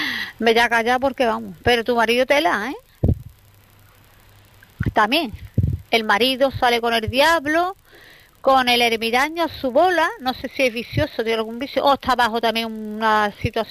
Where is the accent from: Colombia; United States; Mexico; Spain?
Spain; Alcalá; yo como soy de Alcalá, digo, pues si tienes gente donde tú te puedas ir, pues te vas tú.